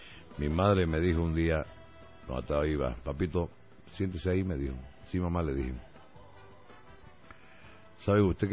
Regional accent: Santa Cruz, Bolivia; Soy camba de pura cepa.

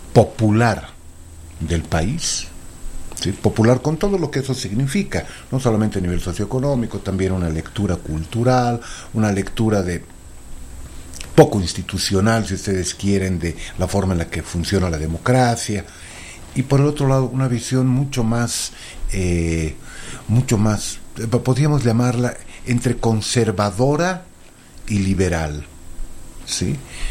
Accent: Oruro, Bolivia; now in La Paz, Bolivia; Soy orureño, pero vivo acá hace 35 años.

